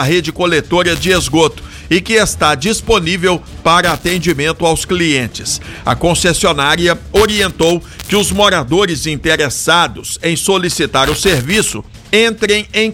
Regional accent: Coronel Fabriciano, Minas Gerais, Brazil; Eu sou de Fabri.

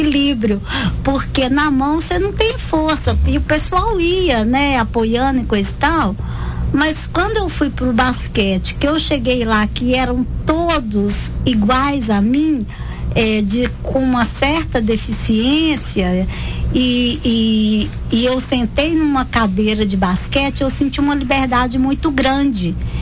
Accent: Coronel Fabriciano, Minas Gerais, Brazil; eu sou aqui de Coronel Fabriciano, né?

